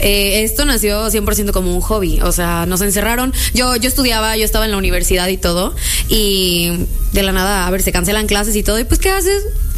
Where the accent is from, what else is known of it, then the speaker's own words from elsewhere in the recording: Reynosa, Tamaulipas, Mexico; moved away; also born or lived in Monterrey, Nuevo León; Yo nací en Monterrey. Pero toda mi infancia la viví en Reynosa.